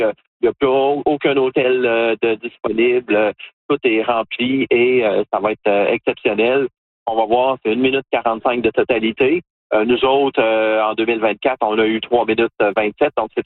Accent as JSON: {"language": "French", "region": "Quebec", "country": "Canada", "said": "On est 13 Québécois"}